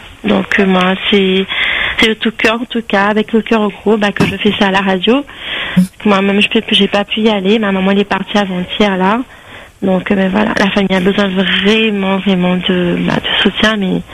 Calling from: Réunion; j'appelle en fait, je suis à Réunion

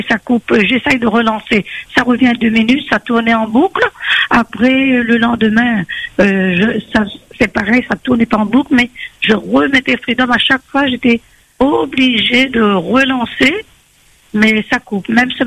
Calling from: Nantes, Pays de la Loire, France; je vous appelle de Nantes.

